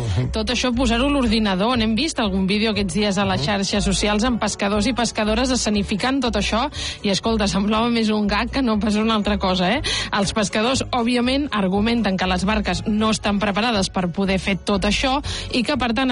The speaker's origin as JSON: {"language": "Catalan", "town": "Borriana", "region": "Valencian Community", "country": "Spain", "tie": "born or raised there", "moved": "as an adult", "lives_now": "Catalonia, Spain", "said": "quan vaig arribar aquí per estudiar fa 26 anys. Venia de Borriana, al meu poble, Castelló"}